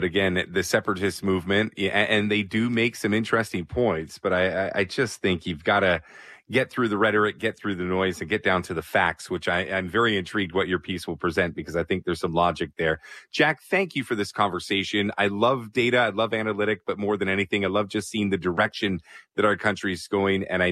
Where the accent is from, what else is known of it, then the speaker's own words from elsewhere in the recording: Ontario, Canada; I grew up in Ontario